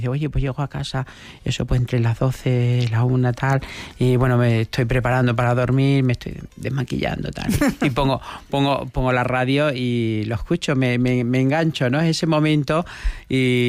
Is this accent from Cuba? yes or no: no; Extremadura, Spain; cómo somos los extremeños